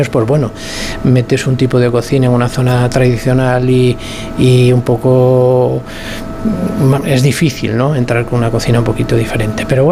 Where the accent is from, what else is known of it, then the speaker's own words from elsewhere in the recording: Mondoñedo, Galicia, Spain; also born or lived in Santiago de Compostela; Pues nosotros somos de Mondoñedo, a un pueblecito de aquí, pero